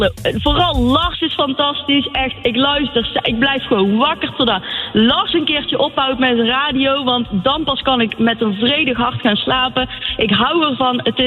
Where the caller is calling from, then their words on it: North Brabant, Netherlands; ik kom uit Brabant, okay, hoor je denk ik misschien wel.